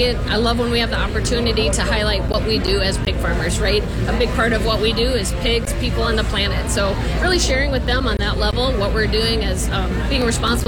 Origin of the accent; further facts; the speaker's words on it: Chatfield, Minnesota, United States; I'm from Chatfield, Minnesota, and I'm a pig farmer in Fillmore County.